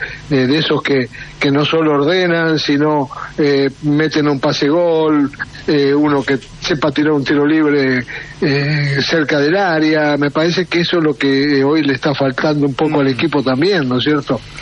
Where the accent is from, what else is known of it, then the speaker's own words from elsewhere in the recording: Argentina; Soy el jugador argentino que más goles tiene en Copa Libertadores